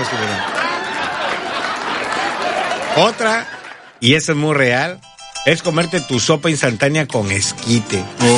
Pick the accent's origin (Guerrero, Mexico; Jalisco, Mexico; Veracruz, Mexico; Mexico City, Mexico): Veracruz, Mexico; si somos jarochos